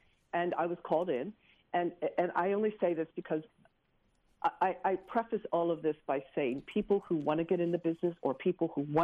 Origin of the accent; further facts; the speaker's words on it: Cincinnati, Ohio, United States; I mean, I'm from Cincinnati, Ohio, so I have to give a shout out to the Midwest.